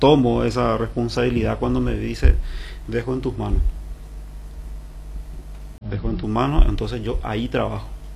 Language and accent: Spanish; Asunción, Paraguay; now in Coronel Oviedo, Paraguay; Yo generalmente soy de Asunción, ¿verdad? Pero me siento ovetense